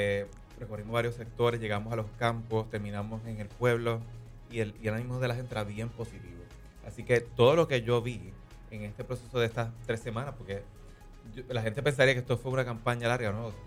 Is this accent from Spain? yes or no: no; Luquillo, Puerto Rico; also born or lived in Fajardo, Puerto Rico; nací en Fajardo, pero me crié en Luquillo.